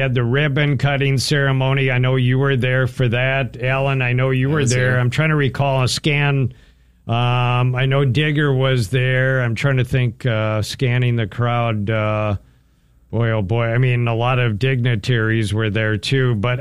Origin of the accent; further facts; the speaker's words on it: Willmar, Minnesota, United States; I grew up in the Wilmer area, so Benson not far away